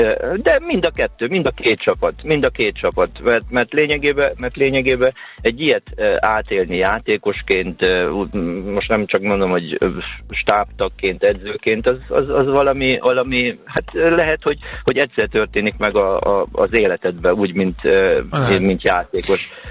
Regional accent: Odorheiu Secuiesc, Harghita, Romania; Először is mondjam azt, hogy irigykedve nézem székely udvarhelyiként

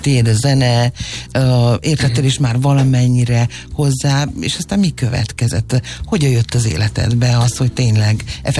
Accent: Cegléd, Pest, Hungary; Ceglédi vagyok.

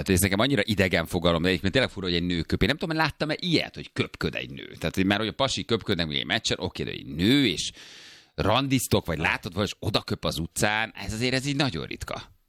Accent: Nyíregyháza, Szabolcs-Szatmár-Bereg, Hungary

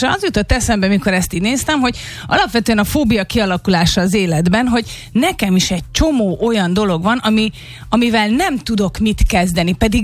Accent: Hódmezővásárhely, Csongrád-Csanád, Hungary; born there; moved away; én otthon Mezővásárhelyen, ott a pusztában

